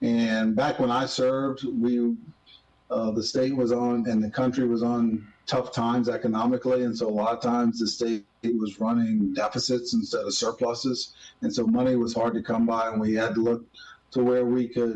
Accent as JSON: {"language": "English", "town": "Gonzales", "country": "United States", "tie": "born or raised there", "said": "I was going to say I grew up in Gonzales, but maybe we already covered that."}